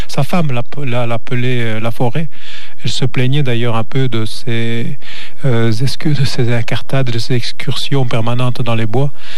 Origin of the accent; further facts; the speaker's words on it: Corbès, Occitanie, France; moved away as an adult; also born or lived in Palm Beach, Florida; avant de revenir m'installer par ici, puisque je suis de Corbès, à côté d'Anduze, j'ai habité avec ma petite famille plusieurs années, 4 ans en réalité, à Palm Beach, en Floride.